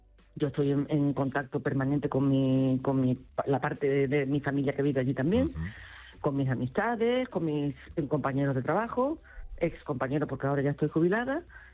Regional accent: Ceuta, Spain; born there; now in Caldas de Reis, Spain; Yo digo los ceutis porque yo nací allí, pero que quede claro que mis padres fueron emigrantes gallegos allí y yo sigo siendo gallega, ¿vale? Por parte de padre y de madre. Y tengo aquí mi casa, que es donde estoy ahora, en Caldas de Rey, y mi familia. Y me siento igual de gallega que de ceutí.

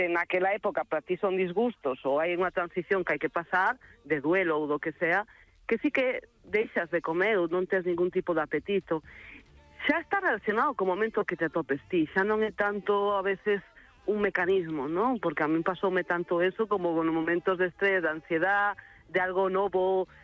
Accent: Galicia, Spain; A ver, como vos galegos que nos gusta a festa

